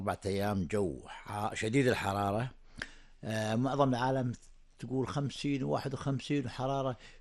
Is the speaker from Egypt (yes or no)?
no; Kuwait; فللأسف هنا عندنا بالكويت